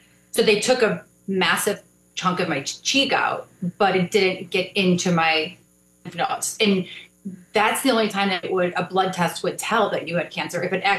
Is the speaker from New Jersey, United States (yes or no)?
no; Crystal Lake, Illinois, United States; I grew up in Crystal Lake, so I grew up in a lake town